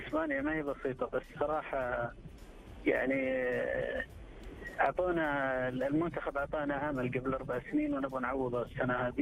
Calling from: Riyadh, Riyadh Province, Saudi Arabia

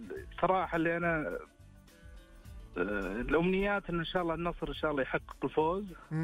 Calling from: Khobar, Eastern Province, Saudi Arabia; من المنطقة الشرقية الخبر.

